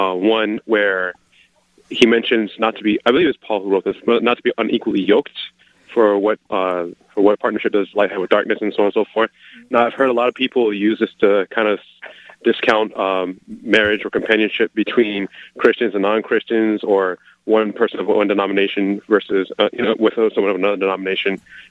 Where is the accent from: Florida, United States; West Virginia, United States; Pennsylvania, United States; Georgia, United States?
Florida, United States; I'm from El Fortel, Florida